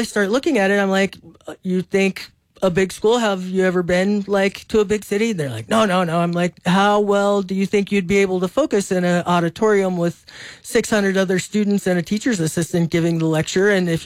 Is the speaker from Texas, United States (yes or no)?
yes; Lubbock, Texas, United States; moved away as an adult; now in New Mexico, United States; I grew up in Lubbock